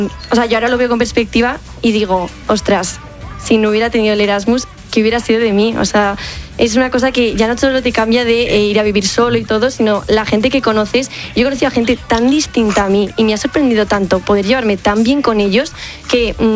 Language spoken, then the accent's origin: Spanish; Spain; no es como los españoles que un hablamos idioma con todo el mundo y tal.